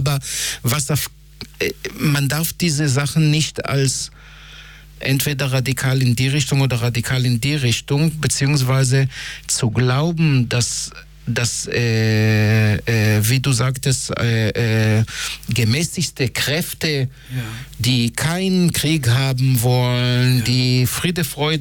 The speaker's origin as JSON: {"language": "German", "country": "Israel", "moved": "yes", "said": "ich komme aus Israel"}